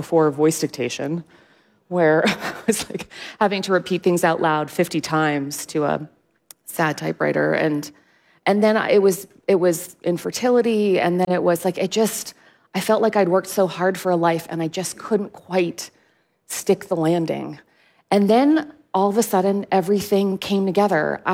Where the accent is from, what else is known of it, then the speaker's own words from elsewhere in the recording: Canada; outside of my hometown in Canada